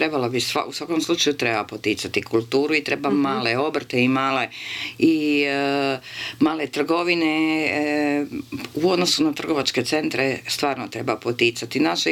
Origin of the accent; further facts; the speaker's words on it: Zagreb, City of Zagreb, Croatia; ja sam rođena, moja soba je bila na Preradovićevoj. Ja sam rođena Andrije Hebranga 22, Preradovića 27.